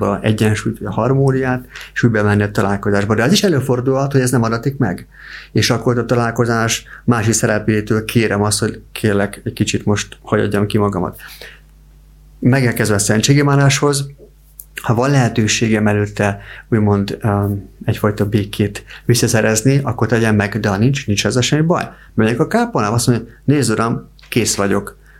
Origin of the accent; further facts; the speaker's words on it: Hungary; Mondjam azt, hogy magyarok vagyunk.